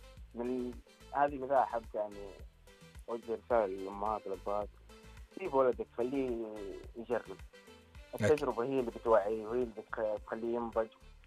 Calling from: Jeddah, Makkah Province, Saudi Arabia; من عروس البحر.

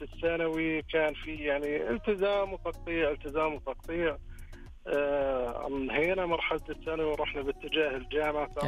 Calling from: Riyadh, Riyadh Province, Saudi Arabia; أنا من الرياض.

